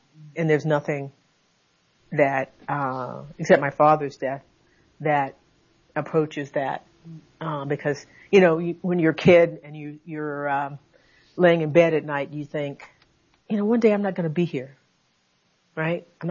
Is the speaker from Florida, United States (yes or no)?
no; Conroe, Texas, United States; Yeah, at Gordon Reed Elementary School in my hometown. Yes. In Conroe, Texas.